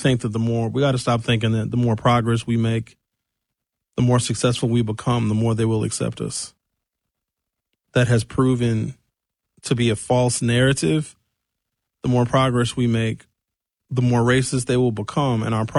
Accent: Brown Deer, Wisconsin, United States; When I was growing up in Brown Deer

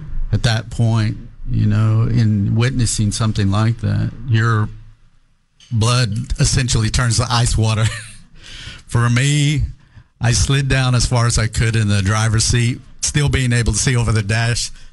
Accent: Tahlequah, Oklahoma, United States; I grew up in the Northeast Oklahoma in a little town called Tahlequah, Oklahoma, which is the capital of Cherokee Nation. My mother was from there.

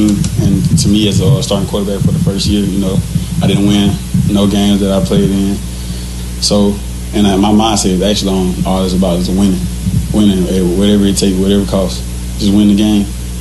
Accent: Mississippi, United States; Like, for me, it's different because I'm from Mississippi.

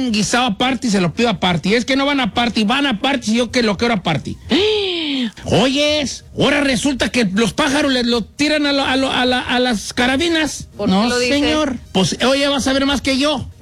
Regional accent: Michoacán, Mexico; Yo soy de Michoacán.

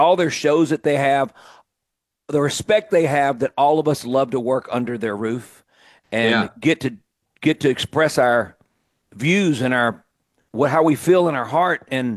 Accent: Mississippi, United States; on my soil, on my dime, on Mississippi soil, you know, in my hometown.

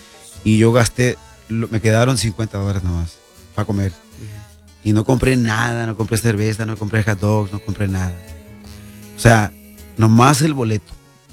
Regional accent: Cacalotán, Sinaloa, Mexico; moved away; hice un grupo de soy de Cacalotán

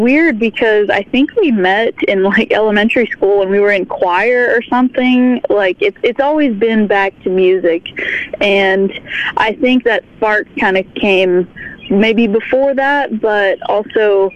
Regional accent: West Virginia, United States; grew up in Greenbrier County near Lewisburg. So we're kind of in the outlying farm towns of Lewisburg. We grew up near Romsfort and Alderson. So we're Greenbrier County through and through.

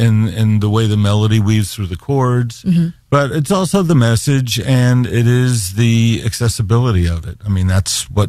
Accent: West Virginia, United States; taxi cab, where are you from? I'll say the accent. And, you know, United States, you know, where? West Virginia.

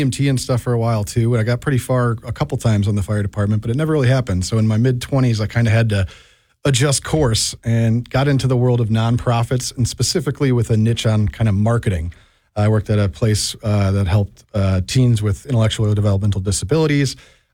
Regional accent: Madison, Wisconsin, United States; now in Milwaukee, United States; I'm from Madison originally. I moved here in 2006 to go to UWM.

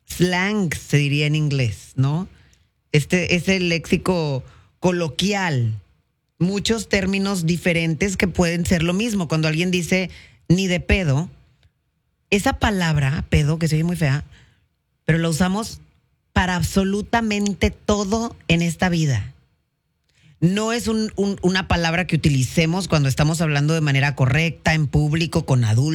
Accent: Mexico; los mexicanos estamos en todas partes

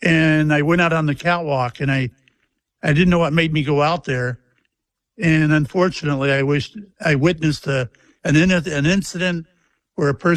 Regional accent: Mayport, Florida, United States; born or raised there

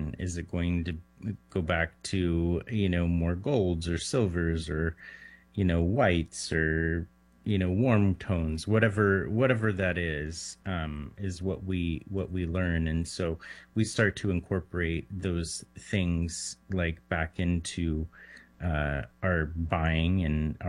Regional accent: Bakersfield, California, United States; You know, me being born and raised in Bakersfield, and my dad living in Fresno for over 35 years

